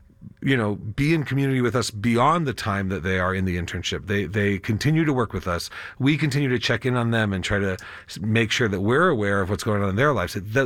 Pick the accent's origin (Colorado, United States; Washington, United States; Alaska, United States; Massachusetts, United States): Colorado, United States; I mean, I grew up here in Colorado and went to high school here